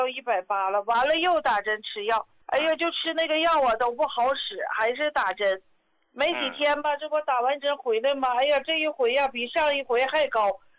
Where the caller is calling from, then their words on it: Daqing, Heilongjiang, China; 我是大庆的。